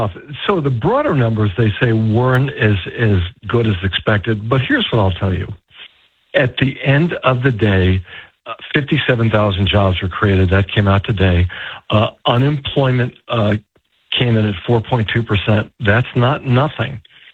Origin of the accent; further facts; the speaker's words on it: New York, United States; moved away as an adult; now in Washington, D.C., United States; I am from Brooklyn and Queens in New York.